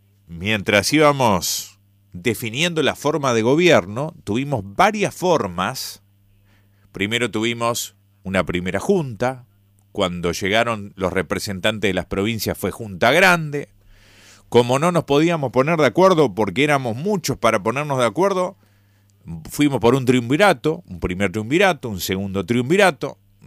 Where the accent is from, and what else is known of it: Entre Ríos, Argentina